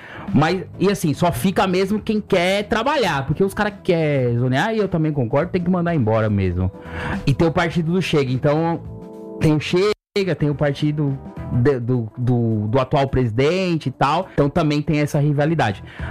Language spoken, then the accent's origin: Portuguese; São Paulo, Brazil; now in Braga, Portugal; eu sou paulistano